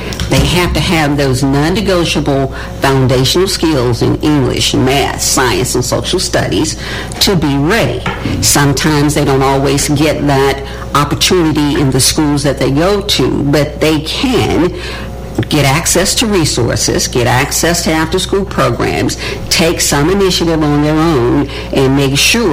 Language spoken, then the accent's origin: English; Forrest City, Arkansas, United States; Yes, and I grew up in Far East City.